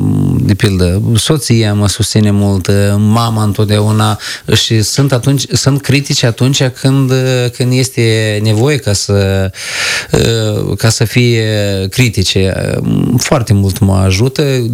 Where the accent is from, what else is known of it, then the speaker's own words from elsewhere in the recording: Tabani, Briceni District, Moldova; Din Tabani, Briceni. Tabani, Briceni, da.